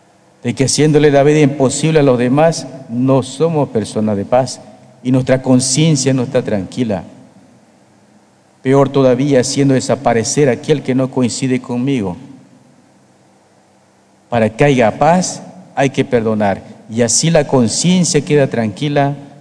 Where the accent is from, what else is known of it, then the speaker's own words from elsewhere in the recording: Bolivia; Queremos vivir como bolivianos que somos